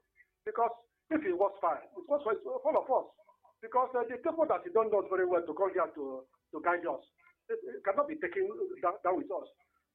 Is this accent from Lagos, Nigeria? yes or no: no; Obunka, Anambra, Nigeria; from Obunka in Anambra.